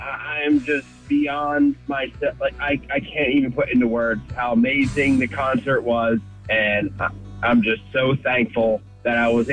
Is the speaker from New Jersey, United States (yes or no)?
yes; Cherry Hill, New Jersey, United States; from Cherry Hill, the great village.